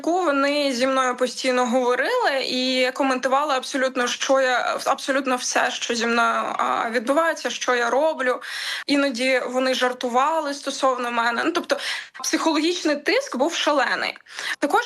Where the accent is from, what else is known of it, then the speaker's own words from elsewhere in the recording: Crimea, Ukraine; moved away; я народилася і росла в Криму, і частина моєї родини до цих пір залишалася в Криму.